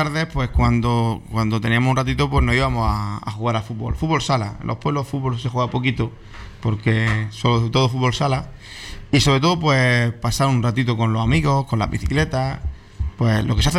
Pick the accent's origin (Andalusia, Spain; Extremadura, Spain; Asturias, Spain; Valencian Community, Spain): Andalusia, Spain; María; Mi pueblo, María.